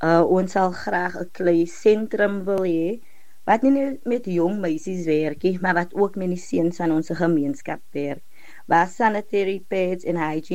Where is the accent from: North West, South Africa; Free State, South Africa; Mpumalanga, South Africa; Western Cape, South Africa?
Western Cape, South Africa; Ek is nou nie gebore daar nie, maar ek is wel getoe in Hubbardstyle. Vir die luisteraars dat die weet waar Hubbardstyle is, dit is 'n klein warm dorpie, so 50 km van Mosselbaai af.